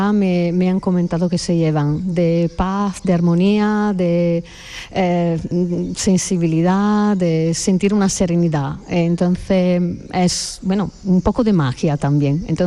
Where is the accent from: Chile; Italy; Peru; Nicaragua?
Italy; northern Italy; Spanish is a second language; moved away as an adult; now in Jerez, Spain; Los ritmos de Jerez son diferentes del norte de Italia, de donde vengo yo.